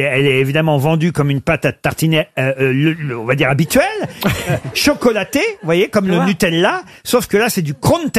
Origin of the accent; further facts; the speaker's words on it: France; chez nous en France